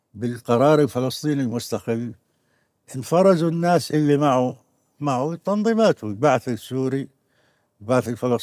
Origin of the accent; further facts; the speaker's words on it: Jerusalem, Palestine; يا اخي القدس مدينتي، انا بفهم انه انا اعمل يوم للقدس، ويجي قاسم سليماني يتضامن معي، بس مش بتصير القدس مدينة ايرانية بيحتفل فيها قاسم سليماني وبيجي انا فلسطيني بتضامن معه